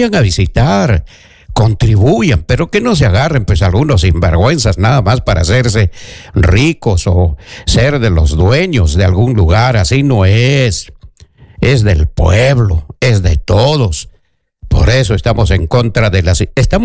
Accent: Junín, Peru; Sin decir que somos de Junín

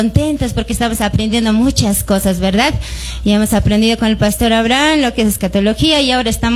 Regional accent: Cusco, Peru; moved away; Y yo realmente nacida por Valle Sagrado de los Incas, que es Callarrayas, mi pueblo, pero ya acá en Cusco habitando, ¿no? Que yo me congrego en Cusco, en el consistorio de Monte Sinaíes, en Cusco

